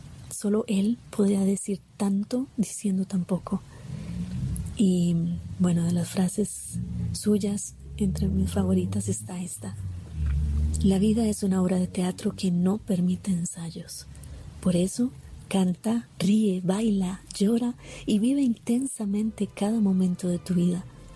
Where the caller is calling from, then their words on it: Costa Rica; de Costa Rica.